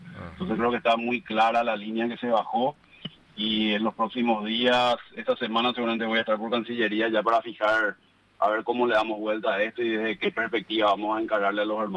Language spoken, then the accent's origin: Spanish; Paraguay; Finalmente somos todos paraguayos, Ricardo, que cuidamos a Paraguay.